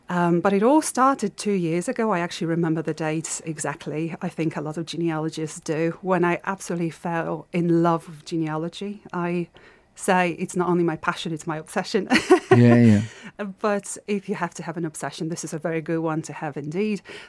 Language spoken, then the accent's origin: English; Poland; English is a second language; now in Stourbridge, United Kingdom; From Poland.